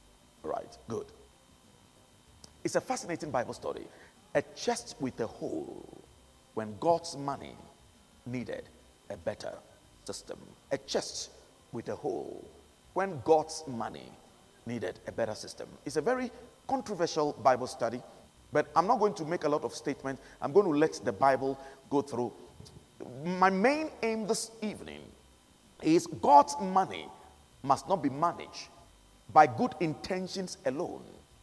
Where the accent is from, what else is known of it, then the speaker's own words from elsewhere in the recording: Ghana; I'm from West Africa, Ghana.